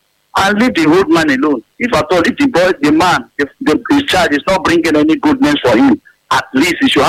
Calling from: Nigeria

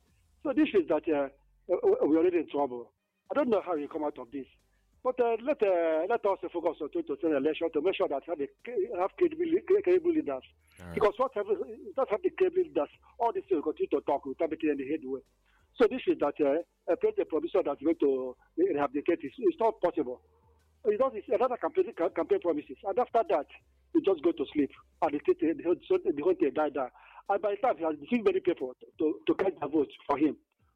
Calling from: Obunka, Anambra, Nigeria; I come from Obunka in Anambra State.

